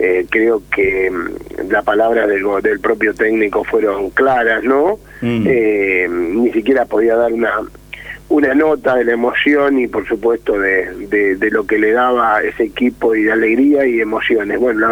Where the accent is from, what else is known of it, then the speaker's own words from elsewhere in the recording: Pujato, Santa Fe, Argentina; nosotros los pujatenses